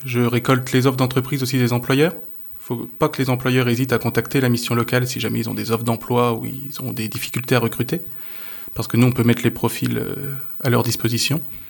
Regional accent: Nevers, Bourgogne-Franche-Comté, France; Moi, je suis originaire de Nevers, à la base. Donc, j'ai une bonne connaissance de Nevers.

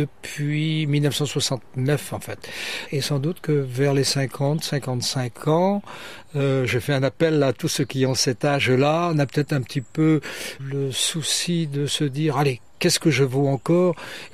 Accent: Guimiliau, Brittany, France; moved away as an adult; now in Lampaul-Guimiliau, France; je suis né à Guimillot, la maison la plus proche de l'enclos paroissial

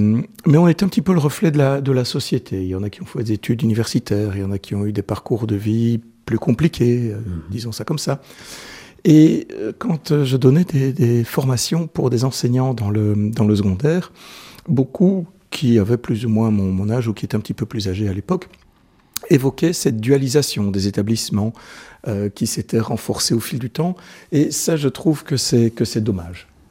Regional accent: Namur, Wallonia, Belgium; Eh bien, de Namur, et plus particulièrement de Baumel.

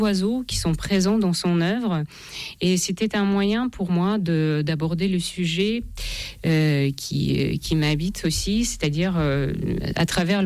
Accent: Ukraine; le chef d'orchestre que j'ai écouté tellement de fois quand j'étais gamine en Ukraine.

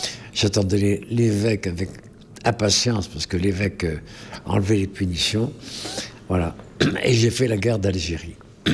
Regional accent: Rochefort, Nouvelle-Aquitaine, France; born there; je suis né à Rochefort, d'une famille de 15 enfants. Grande famille, magnifique, très pauvre. J'ai vécu dans la pauvreté.

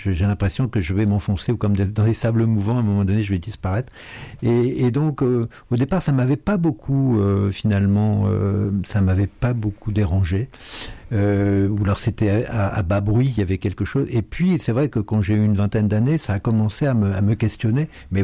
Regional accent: Nice, Provence-Alpes-Côte d'Azur, France; born there; je suis né à Nice d'ailleurs, ce qui est absurde, ma grand-mère, de peur que les voisins voient que ma mère au ventre arrondi, elle l'avait exilée, il n'y a pas d'autre mot, sur les hauteurs de Nice, chez des bergers

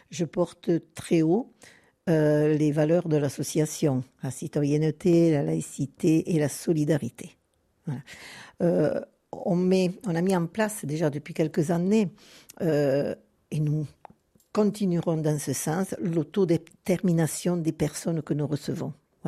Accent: La Roque-de-Fa, Occitanie, France; commencé au foyer ESAT à la Roque-de-Fa en tant que cuisinière. Je suis de là

